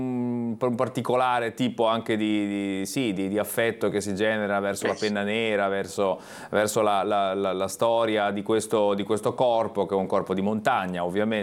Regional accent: La Spezia, Liguria, Italy; Io, per esempio, che vengo dalla Spezia, dove avevamo invece le caserme del centro addestramento

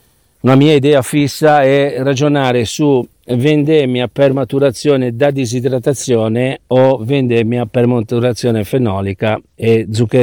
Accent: Genoa, Liguria, Italy; ci aggiungo anche da genovese, anche un pochettino più di quantitativo

